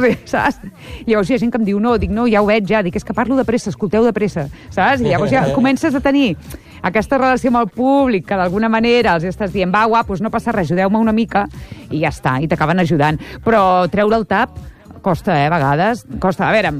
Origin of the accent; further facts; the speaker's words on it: Premià de Mar, Catalonia, Spain; L'última Premià de Mar, a casa meva, al meu poble.